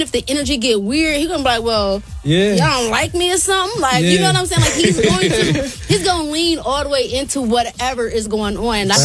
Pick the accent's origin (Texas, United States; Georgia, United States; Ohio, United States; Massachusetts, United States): Ohio, United States; Toledo; He went to my hometown, to Toledo.